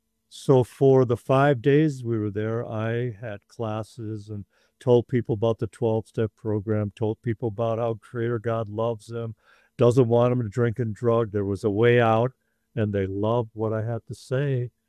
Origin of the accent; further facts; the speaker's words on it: Texas, United States; it was cold. I'm from Texas. I got it made in Texas is the land of milk and money.